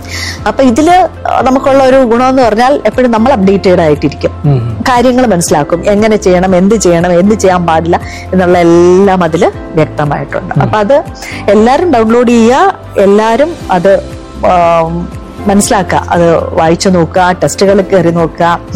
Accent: Kerala, India

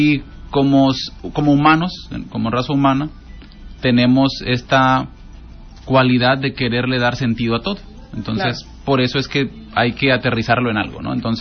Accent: Zihuatanejo, Guerrero, Mexico; born there; el lugar donde yo nací, no aquí, que es Iguatanejo.

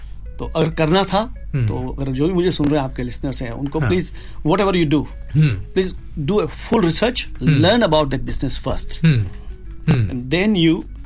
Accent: Rajasthan, India; मैं तो राजस्थान से हूँ मारवाड़ी खून है

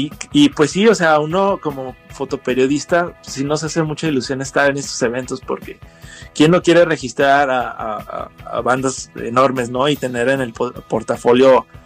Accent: Mexico; la mala costumbre que tenemos como mexicanos

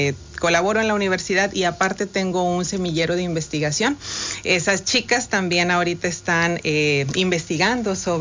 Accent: Valle Hermoso, Tamaulipas, Mexico; moved away as an adult; Yo pues provengo de Vallehermoso, no nací allá, pero toda mi formación básica hasta la preparatoria la realicé allá. Posteriormente me vine acá a la licenciatura

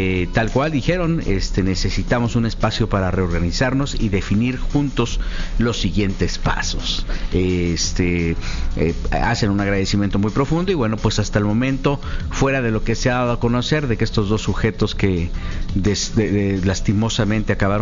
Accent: Mexico; a todos los que somos mexicanos

